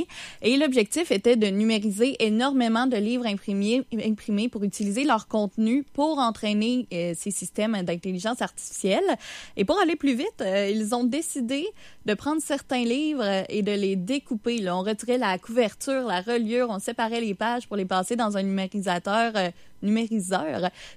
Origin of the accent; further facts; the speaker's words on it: Quebec, Canada; On était là, on voulait acheter des livres qui ont été écrits ici chez nous au Québec.